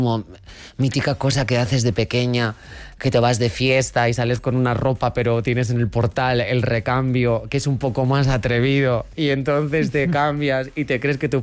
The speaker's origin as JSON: {"language": "Spanish", "town": "León", "region": "Castile and León", "country": "Spain", "tie": "born there", "also_born_or_lived": "Mallorca", "said": "Nací en León capital. Uh-huh. Me cumplí el año en Mallorca y durante la mayor parte de mi vida he estado visitando cada Navidad y cada verano León"}